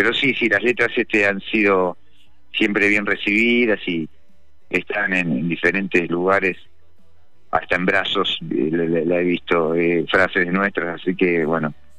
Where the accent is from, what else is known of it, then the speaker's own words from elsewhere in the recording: Buenos Aires Province, Argentina; a Julio en Virrey del Pino. Estamos medio, pero digamos, confluimos acá. Acá nos criamos y acá ensayamos todavía.